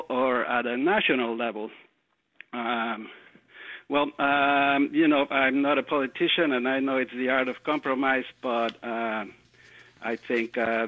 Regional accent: Mexico; now in United States; I'm an immigrant from Mexico.

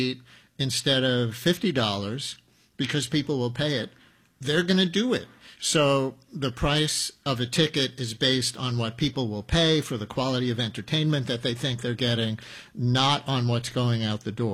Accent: Queens, New York, United States; Hey, I grew up in Queens. I love the Mets.

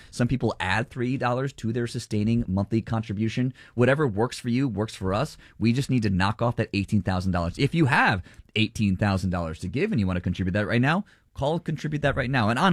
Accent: Montville, New Jersey, United States; I'm from Montville, New Jersey. That's right next door to Booton.

